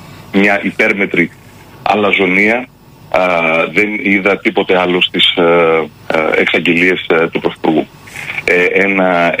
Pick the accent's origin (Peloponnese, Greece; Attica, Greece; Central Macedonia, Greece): Attica, Greece; Piraeus; εγώ ως Πειραιώτης είμαι του ρεμπέτικου